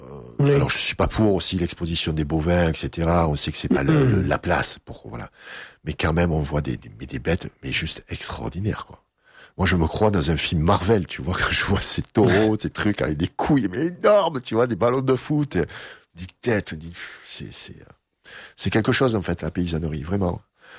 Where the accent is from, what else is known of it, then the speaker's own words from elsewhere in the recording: Marseille, Provence-Alpes-Côte d'Azur, France; moved away; also born or lived in Quebec; Je suis optimiste parce que je suis Marseillais aussi.